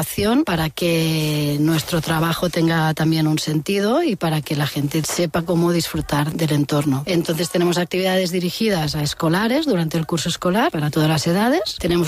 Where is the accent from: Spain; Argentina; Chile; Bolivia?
Spain; Barcelona, Catalonia; now in Menorca, Spain; Yo soy de Barcelona, estudié biología en la Universidad de Barcelona. Justo acabé la carrera, vine un verano a trabajar a Menorca